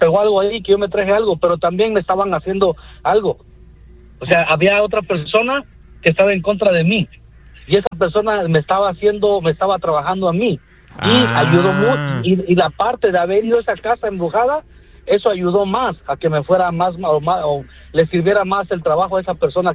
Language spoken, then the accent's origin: Spanish; Morelos, Mexico; ¿Qué? Me escucho medio italiano, pero soy mexicano.